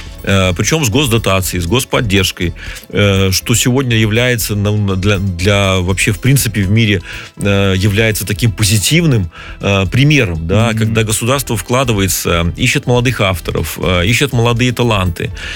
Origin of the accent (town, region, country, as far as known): Belarus